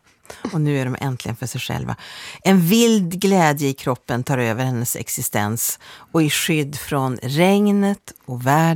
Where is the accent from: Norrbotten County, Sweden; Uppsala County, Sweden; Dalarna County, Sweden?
Norrbotten County, Sweden; now in Stockholm, Sweden; Och sen när jag flyttade ner till Stockholm från Norrbotten, då insåg han hur mycket en gran kostade att köpa till jul här i Stockholms innerstad.